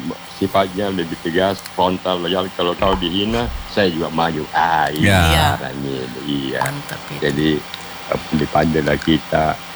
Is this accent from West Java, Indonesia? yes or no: no; Makassar, South Sulawesi, Indonesia; Kalau kita orang Makassar, di Batang.